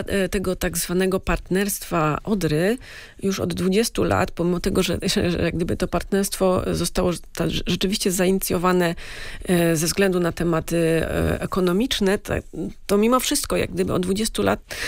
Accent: Zielona Góra, Lubusz Voivodeship, Poland; now in Berlin, Germany; ja osobiście jestem z Zielonej Góry, tak jak zresztą Kasia Kwiecień.

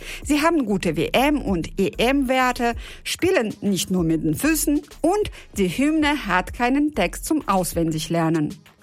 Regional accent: Uzbekistan; now in Germany; Ich komme aus Usbekistan. Mein Mann ist Spanier und unser Sohn ist Deutscher.

